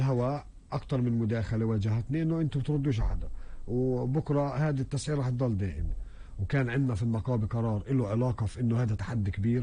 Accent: Palestine; في دول مجاورة عندنا ما فيش عندهم أسطول زي الموجود عندنا بفلسطين

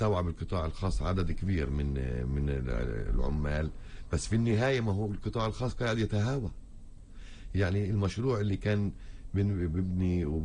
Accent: Palestine; أنا موجود في بلدي بكرامتي بعيلتي بشرفي

